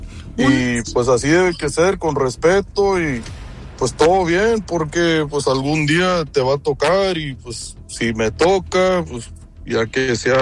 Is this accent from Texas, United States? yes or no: yes; Dallas, Texas, United States; Yo soy de Dallas, Texas, oiga, y básicamente, pues, tengo toda mi vida aquí.